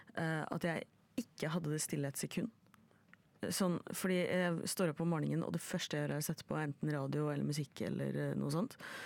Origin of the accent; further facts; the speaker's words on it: Oslo, Norway; Fordi jeg er fra Oslo.